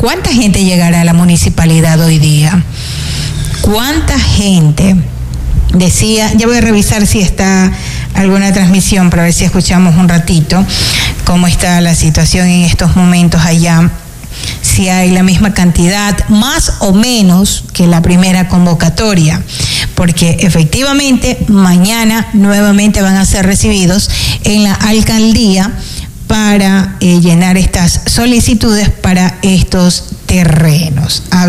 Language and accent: Spanish; Ecuador